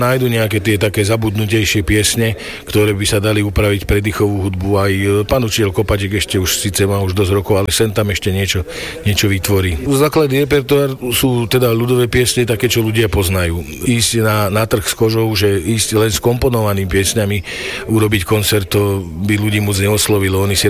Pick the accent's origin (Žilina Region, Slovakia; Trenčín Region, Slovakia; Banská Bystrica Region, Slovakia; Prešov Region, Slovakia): Trenčín Region, Slovakia; Radište; born there; u nás v Radišti vlastne, to je Radište pri Partizánskom